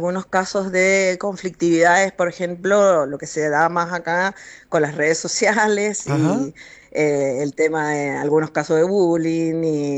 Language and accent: Spanish; Guaymallén, Mendoza, Argentina; no soy de La Valle. soy directora de Guaymallén y trabajo acá.